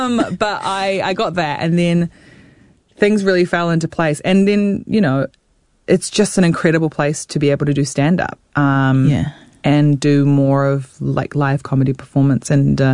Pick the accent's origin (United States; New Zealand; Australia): New Zealand; moved away; still am a Kiwi novelty.